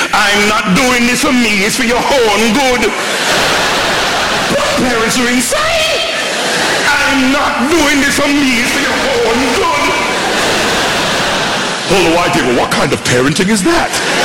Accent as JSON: {"language": "English", "town": "Dudley", "region": "West Midlands", "country": "United Kingdom", "tie": "born or raised there", "said": "I grew up in Dudley, in the West Midlands."}